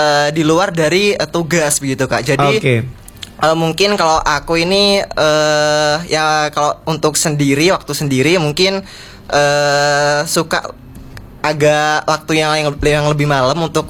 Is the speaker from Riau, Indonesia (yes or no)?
no; Banyuwangi, East Java, Indonesia; moved away as an adult; now in Jember, Indonesia; Kalau aku ini asalnya dari Banyuwangi, kebetulan saat ini sedang menempuh pendidikan bahasa dan sastra Indonesia di Fakultas Keguruan dan Ilmu Pendidikan Universitas Jember semester 4.